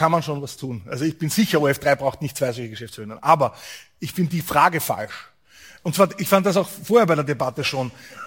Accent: Upper Austria, Austria; now in Innsbruck, Austria; Ich bin aufgewachsen in Oberösterreich

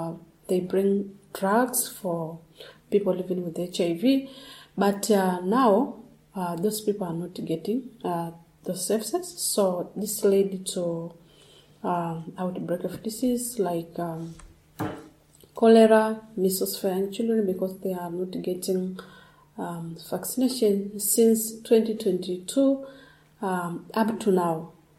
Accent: Tanzania; English is a second language; from Tanzania, northern part.

